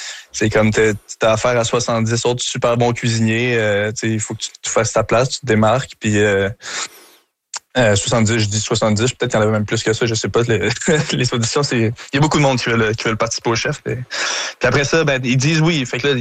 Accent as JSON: {"language": "French", "town": "Montreal", "region": "Quebec", "country": "Canada", "said": "je pense que vous le savez, je suis Montréalais dans l'âme"}